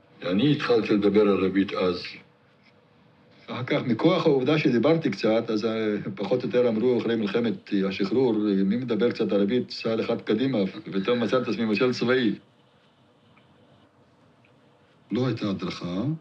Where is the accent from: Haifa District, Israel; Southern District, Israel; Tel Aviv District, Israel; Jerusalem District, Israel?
Tel Aviv District, Israel; Tel Aviv; כשהייתי ילד, הילדים שחיו בסמוך לסריף שלנו, בגבול יפה תל אביב, בשנת מכבי הישנה, היו ילדי בדואים, ופשוט לא היה עם מי לדבר, חוץ מאשר עם ילדים ששפתם היחידה הייתה ערבית.